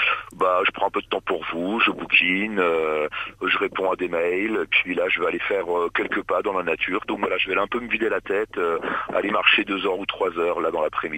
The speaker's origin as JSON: {"language": "French", "town": "Pontarlier", "region": "Bourgogne-Franche-Comté", "country": "France", "tie": "born or raised there", "moved": "yes", "said": "C'est là où je faisais mes intensités quand j'étais jeune coureur au VC Pontarlier."}